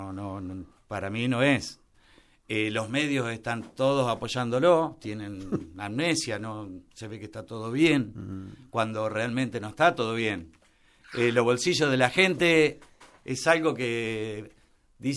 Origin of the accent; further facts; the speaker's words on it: Ramallo, Buenos Aires Province, Argentina; no sé si es porque soy de Ramallo